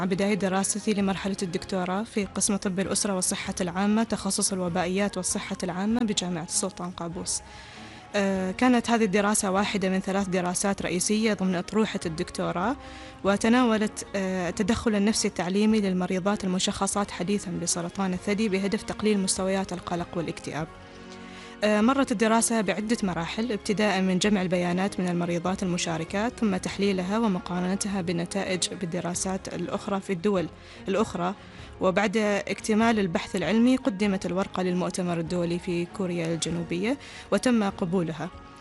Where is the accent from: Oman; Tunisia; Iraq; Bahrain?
Oman; أنا كنت الوحيدة من سلطنة عمان